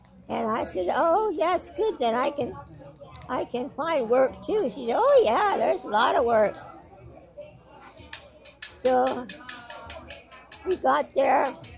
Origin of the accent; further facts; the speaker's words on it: Bay Area, California, United States; moved away as an adult; now in Yosemite, United States; I'm not from here. I'm from the Bay Area.